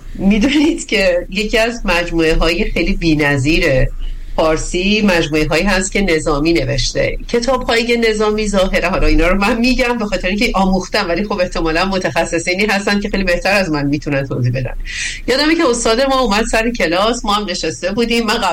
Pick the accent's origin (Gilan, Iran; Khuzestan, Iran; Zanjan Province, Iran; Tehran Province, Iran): Gilan, Iran; خب من دستمو گرفتم بالا، من گیلکم.